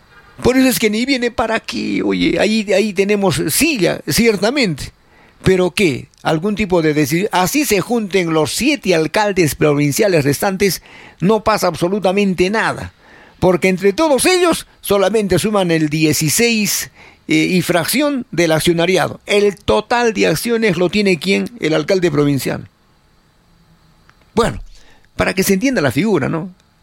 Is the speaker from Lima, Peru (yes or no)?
no; Arequipa, Peru